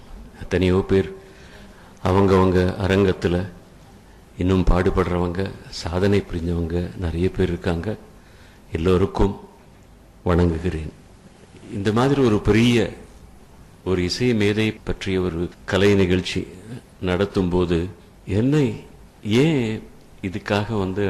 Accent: Nellore, Andhra Pradesh, India; born there; எங்கள் வீட்டில் ரேடியோ இல்லாத காலத்தில் ஒரு பார்க் இருக்கு சுதந்திர பார்க்குன்னு நெல்லூரில்

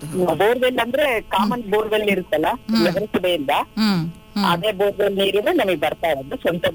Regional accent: Davanagere, Karnataka, India; now in Chitradurga, India; ನಾನು ಇಲ್ಲಿ ನಾವು ಆಕ್ಚುಲಿ ಮೂಲತಃ ದಾವಣಗೆರೆ ಒಳಗೆ, ಅಲ್ಲಿ ನಮ್ಗೆ ನೀರಿನ ಸಮಸ್ಯೆ ಕಂಡು ಬರ್ತಿದ್ದಿಲ್ಲ. ಇಲ್ಲಿ ದುರ್ಗಕ್ಕೆ ಬಂದಾಗಲೇ ನೀರಿನ ಸಮಸ್ಯೆ ಬಹಳನೇ ಇತ್ತು.

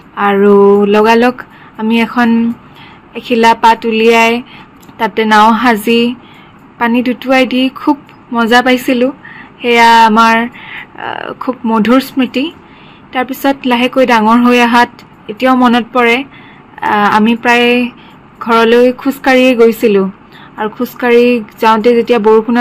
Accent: Pathsala, Assam, India; now in Guwahati, India; মোৰ ঘৰ পাঠশালাত, কিন্তু মই বৰ্তমান গুৱাহাটীত পঢ়ি আছোঁ।

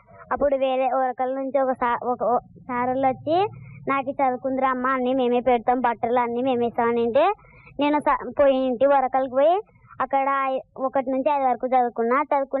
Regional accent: Andhra Pradesh, India; మా ఊరు కర్నూలు జిల్లా.

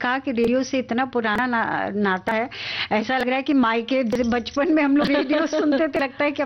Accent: Dehradun, Uttarakhand, India; since मैं देहरादून से हूँ तो देहरादून का मौसम अभी भी बहुत अच्छा है

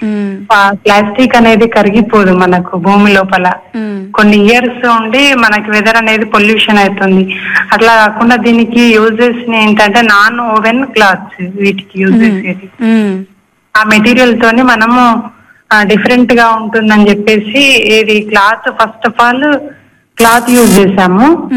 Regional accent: Sircilla, Telangana, India; మాది ఇక్కడ వచ్చేసి వర్కింగ్ కొనరావుపేట మండల్. మా ఊరు వచ్చేసి సిరిసిల్ల అండి.

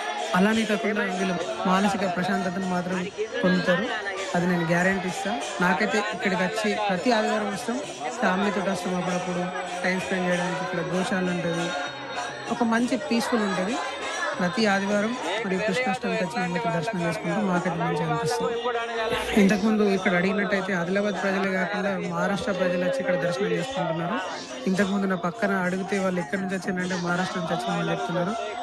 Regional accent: Vaddadi, Andhra Pradesh, India; మాది ఇక్కడ వడ్డాడి గ్రామం. దీనికి ఒక 10 కిలోమీటర్ల దూరంలో ఉంటుంది.

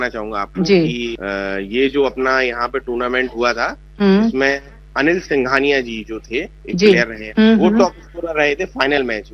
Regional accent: Jhansi, Uttar Pradesh, India; मैं झांसी का रहने वाला हूँ

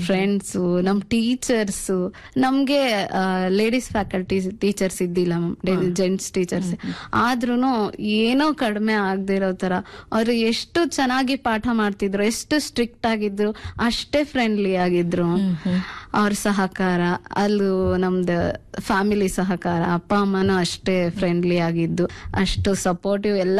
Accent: Karnataka, India; ಅದಾದ್ಮೇಲೆ ನಮ್ಮೂರಿಂದ ಒಂದು 2 ಕಿಲೋಮೀಟರ್ ದೂರ ಸಾಸಿವೆಹಳ್ಳಿ ಅಂತ, ಅಲ್ಲಿ ನನ್ನ ಹೈಸ್ಕೂಲ್ ಎಜುಕೇಶನ್ ಅಲ್ಲೇ ಮ್ಯಾಮ್, 8th, 9th, 10th ಅಲ್ಲಿ ಓದಿದ್ದು. ಅಲ್ಲಿಂದ PUC ಹರಪನಹಳ್ಳಿ

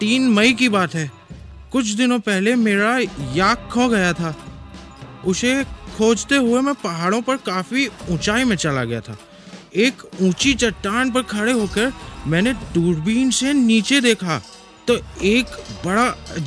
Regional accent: Garkone, Ladakh, India; साहब मेरा गांव है घरकोन, ये कारगिल शहर से 60 किलोमी

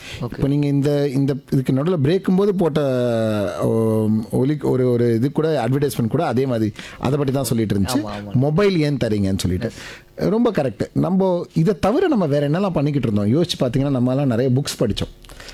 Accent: Chennai, Tamil Nadu, India; இதே சென்னையில் தான் வளர்ந்தேன் நான்

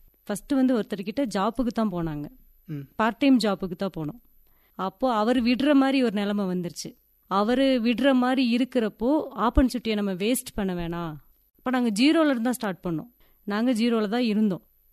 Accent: Uthamapalayam, Tamil Nadu, India; now in Ooty, India; என்னோட சொந்த ஊர் வந்து உத்தமபாளையம் தேனி மாவட்டம். அப்பா அம்மாவங்கெல்லாம் விவசாயம் தான்.

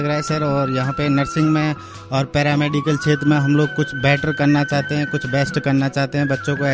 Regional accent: Jaipur, Rajasthan, India; मैं जयपुर राजस्थान से हूँ

